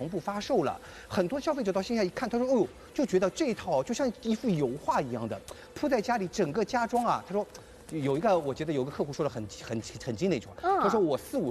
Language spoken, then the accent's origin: Chinese; China; 我们中国人